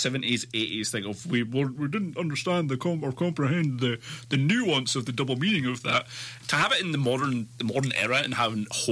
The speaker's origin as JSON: {"language": "English", "country": "Canada", "said": "I was expecting to be like, oh, we said we're from Canada, and say, what state is that next to?"}